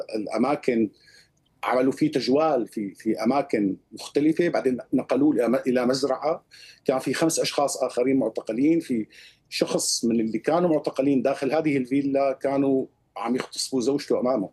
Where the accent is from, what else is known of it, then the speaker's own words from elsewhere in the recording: Syria; now in Brussels, Belgium; موضوع أيضا دمغ الأحكام عندنا في سوريا هذه أنا بشوفها ثغرة